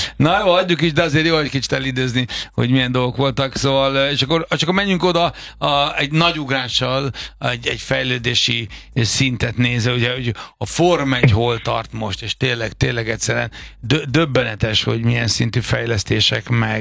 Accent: Budapest, Hungary; a 11. kerületben én felnőttem

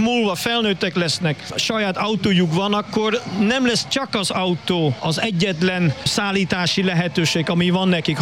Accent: Netherlands; Hungarian is a second language; now in Pécs, Hungary; Én holland vagyok

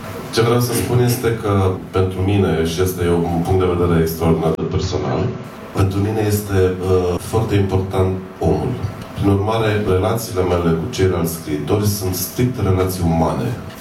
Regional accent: Maramureș County, Romania; mergea 2 săptămâni pe Valea Faserului, de unde sunt eu, din Vișel de...

